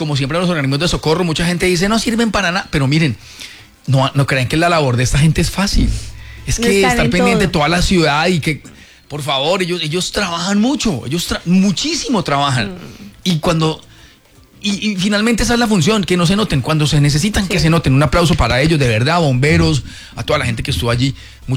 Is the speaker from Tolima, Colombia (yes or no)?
yes; Ibagué, Tolima, Colombia; Yo soy de Ibagué.